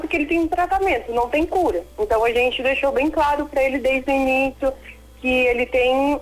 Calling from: Limeira, São Paulo, Brazil; eu sou aqui de Limeira.

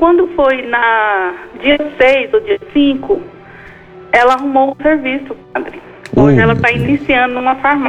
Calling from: Goiânia, Goiás, Brazil; Eu falo de Goiânia.

